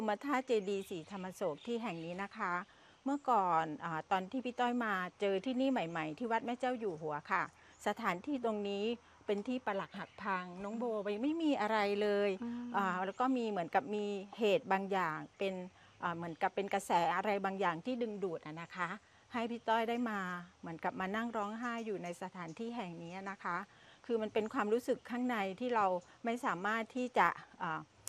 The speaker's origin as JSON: {"language": "Thai", "region": "Trang", "country": "Thailand", "said": "จริงๆแล้ว … เป็นคนจังหวัดตรังอะค่ะ"}